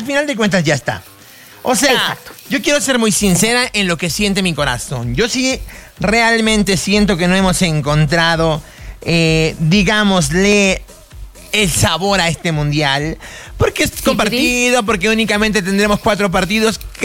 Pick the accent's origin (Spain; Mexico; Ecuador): Mexico; armemos Monterrey, una fiesta como los mexicanos